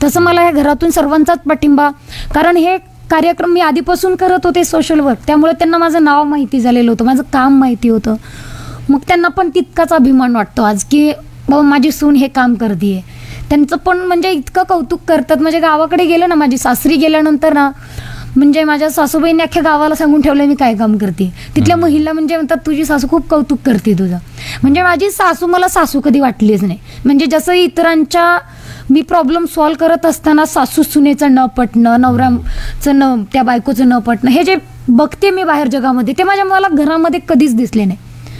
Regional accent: Osmanabad district, Maharashtra, India; मी मराठवाड्याची हे वाक्य सांगत असते की मी मराठवाड्यातली आहे, उस्मानाबाद जिल्ह्यातली आहे, धाराशिव जिल्ह्यातील आहे.

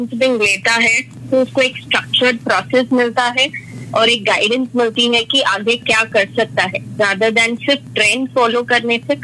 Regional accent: Mumbai, Maharashtra, India; मैं अमची मुंबई से हूँ।

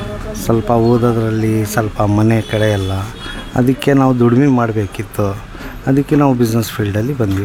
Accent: Shivamogga, Karnataka, India; ನಾನು ಶಿವಮೊಗ್ಗದಲ್ಲೇ ಇದೇ ಊರಲ್ಲಿ ಹುಟ್ಟಿರೋದು. ಗಾಂಧಿ ಬಜಾರ್ ಸೆಕೆಂಡ್ ಕ್ರಾಸ್ ಕಸ್ತೂರ್ಬಾದಲ್ಲೇ ಹುಟ್ಟಿರೋದು, ಬೆಳೆದಿದ್ದು ಇಲ್ಲೇ.

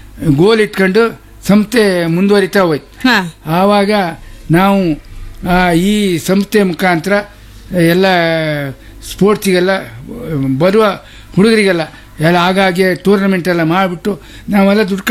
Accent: Koteshwara, Karnataka, India; accent: Kundapura Kannada; moved away; ನಮ್ಮೂರಿನವ್ರದ್ದು Koteshwara ಮಾಗಣಿ

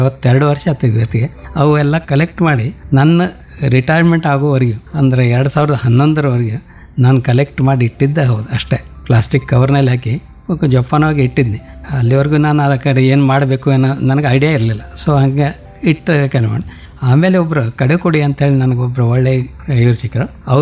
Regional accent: Kolhapur, Maharashtra, India; first language Kannada; moved away as an adult; also born or lived in Mumbai; now in Belagavi, India; ನಾನು ಹುಟ್ಟಿದ್ದು ಕೊಲ್ಲಾಪುರದಲ್ಲಿ. ನನ್ನ ಬಾಲ್ಯ ಒಳ್ಳೆಯ ರೀತಿಯಲ್ಲೇ ಕಳೆದಿದ್ದು. ದೊಡ್ಡ ಕುಟುಂಬ ನಮ್ಮದು, ನಾವು 6 ಜನ ಅಣ್ಣತಮ್ಮರು, 3 ಮಂದಿ ಅಕ್ಕತಂಗಿಯರು, ಹಿಂಗೆ ತುಂಬಿದ ಕುಟುಂಬ.

